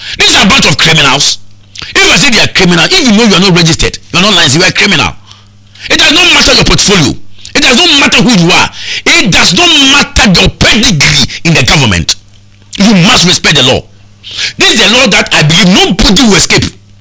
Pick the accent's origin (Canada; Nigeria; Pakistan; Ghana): Ghana; So we are Ghanaian.